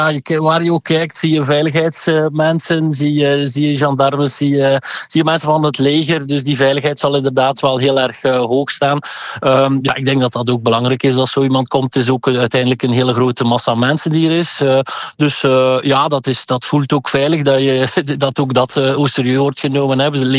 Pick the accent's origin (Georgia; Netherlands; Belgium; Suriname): Belgium; Ghent, Flanders; Ik ben een Gentenaar, voor een bisschop voor Gent